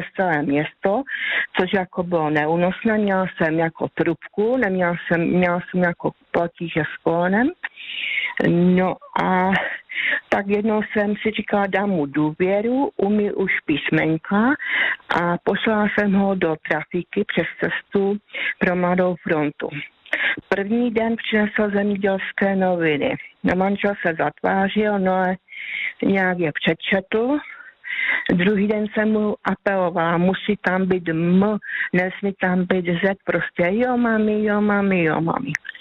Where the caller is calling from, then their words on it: Karviná District, Moravian-Silesian Region, Czechia; jsem z Karvinska.